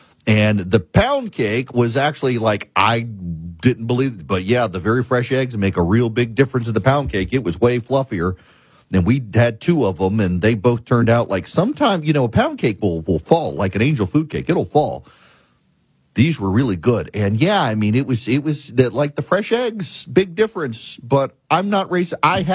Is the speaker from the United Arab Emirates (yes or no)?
yes; Dubai, United Arab Emirates; born or raised there